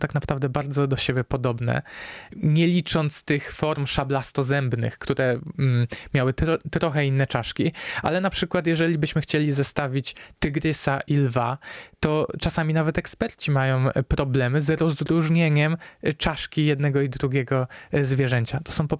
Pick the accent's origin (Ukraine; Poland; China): Poland; Kraków, Lesser Poland; Kraków, czyli moje rodzinne miasto